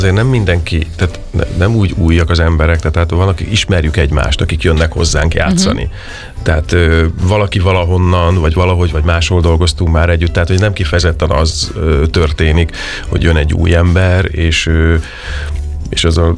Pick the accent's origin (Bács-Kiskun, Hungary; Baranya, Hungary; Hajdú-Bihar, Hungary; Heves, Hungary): Hajdú-Bihar, Hungary; Debrecen; Nem, én debreceni vagyok, debreceni de én vagy. A főiskola után mentem a színművészeti után Szegedre.